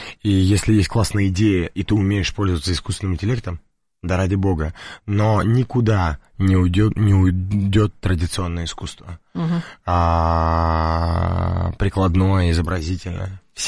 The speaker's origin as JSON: {"language": "Russian", "region": "Moscow", "country": "Russia", "tie": "born there", "said": "Мы сами родились в Москве, на Бабушкинской."}